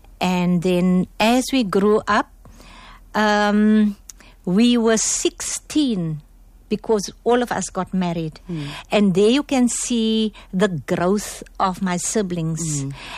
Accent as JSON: {"language": "English", "town": "Cape Town", "region": "Western Cape", "country": "South Africa", "tie": "born or raised there", "said": "Growing up in this, I was born in District 6. And growing up in District 6 to the age of 4, I can't very much remember anything about those 4 years."}